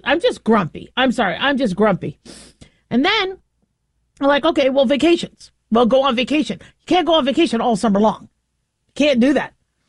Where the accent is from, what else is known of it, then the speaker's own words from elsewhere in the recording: United States; born there; also born or lived in Phoenix, Arizona / Las Vegas, Nevada; I grew up in Phoenix and Las Vegas, and so summer was really, really hot, right?